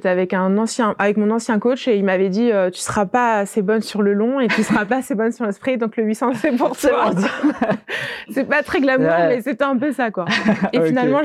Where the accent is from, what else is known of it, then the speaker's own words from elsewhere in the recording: Coulommiers, Île-de-France, France; je viens vraiment de la campagne. Et donc, je suis née à Coulommiers, qui est à 20 minutes de voiture de l'autre village où j'habite.